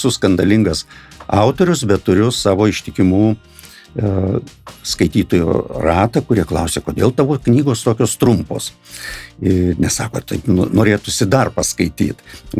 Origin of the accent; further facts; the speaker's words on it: Samogitia, Lithuania; aš esu žemaičiai nedaug žodžiauja.